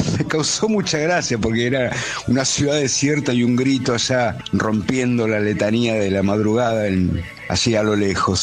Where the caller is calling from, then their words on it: Buenos Aires, Argentina; de Colegiales.